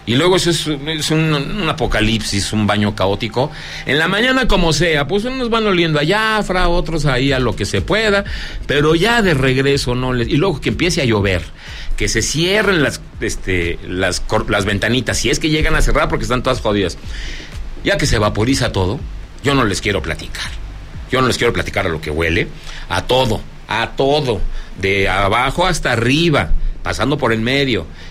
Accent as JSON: {"language": "Spanish", "region": "Zacatecas", "country": "Mexico", "said": "usted está en mi tierra, Zacatecas."}